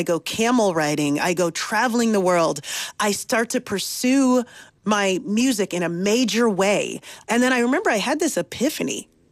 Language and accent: English; Nigeria; now in New York, United States